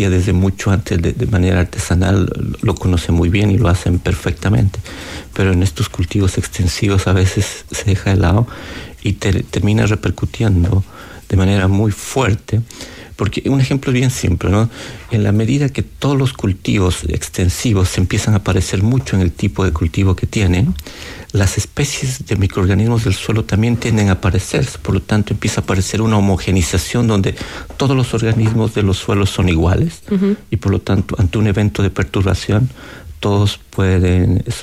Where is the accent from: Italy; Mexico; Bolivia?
Bolivia; now in Chile; Comparado con Sudamérica, yo, por ejemplo, que vengo de Bolivia y todo, Chile definitivamente es una potencia en términos de investigación en Latinoamérica, ¿no?